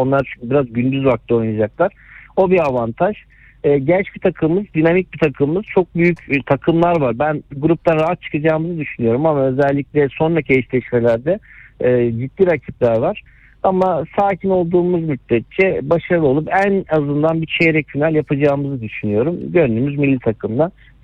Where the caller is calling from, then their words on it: Istanbul, Turkey; Bahçeşehir'den.